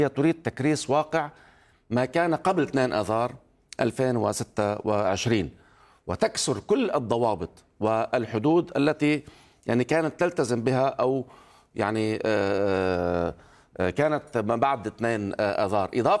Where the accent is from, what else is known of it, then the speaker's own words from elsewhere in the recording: Lebanon; لذلك علينا كلبنانيين اليوم أن نتضامن